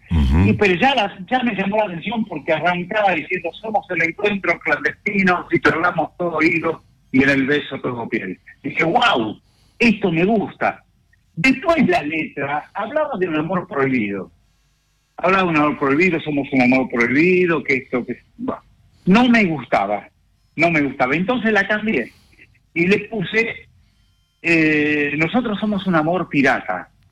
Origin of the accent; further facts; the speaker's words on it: Argentina; la primera vez que yo salí de Argentina